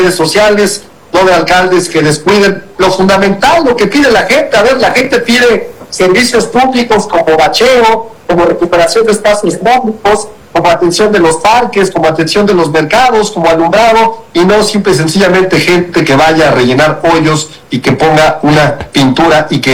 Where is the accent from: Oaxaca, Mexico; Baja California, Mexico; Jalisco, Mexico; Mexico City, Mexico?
Mexico City, Mexico; Cuauhtémoc; born there; also born or lived in Aguascalientes; Bueno, yo soy vecino de la Cuauhtémoc, nací aquí, querido